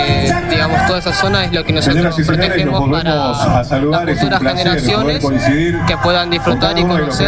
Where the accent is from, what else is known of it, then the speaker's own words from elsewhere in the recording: Rosario, Santa Fe, Argentina; moved away as an adult; now in Las Palmas, Argentina; Soy oriundo de Rosario, Santa Fe, y es mi primer destino como guarda nacional.